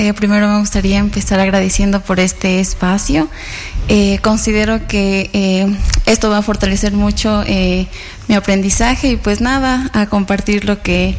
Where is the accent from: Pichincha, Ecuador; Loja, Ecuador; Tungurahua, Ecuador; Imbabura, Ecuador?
Tungurahua, Ecuador; Pelileo; moved away as an adult; now in Latacunga, Ecuador; yo soy de Tungurahua, específicamente de Pelileo, pero por mis estudios estoy aquí en Atacunga. Pero por tesista fui allá a Santa Elena.